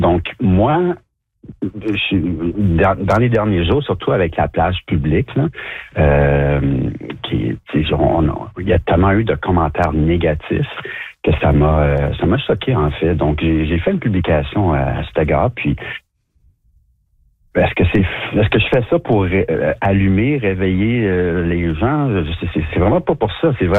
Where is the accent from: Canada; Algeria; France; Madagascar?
Canada; Montreal, Quebec; moved away; je suis Montréalais d'origine